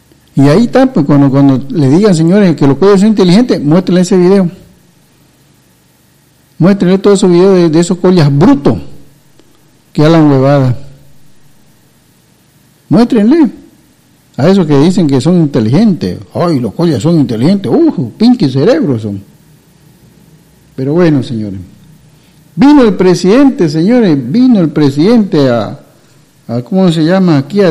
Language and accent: Spanish; Santa Cruz, Bolivia; nosotros somos unos cambas de mierda flojos